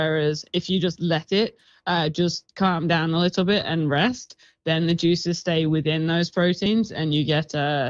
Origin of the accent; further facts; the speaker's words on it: United Kingdom; I'm British